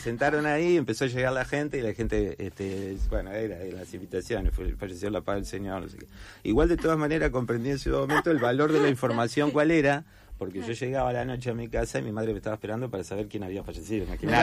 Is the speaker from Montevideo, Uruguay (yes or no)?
no; Paysandú, Uruguay; now in Argentina; Yo soy de Paysandú